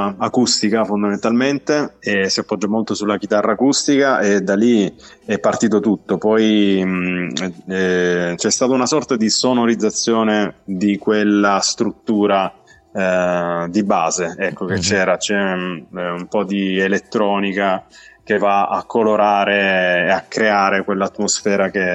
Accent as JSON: {"language": "Italian", "region": "Apulia", "country": "Italy", "moved": "yes", "lives_now": "Turin, Italy", "said": "io che sono pugliese ma che vivo a Torino"}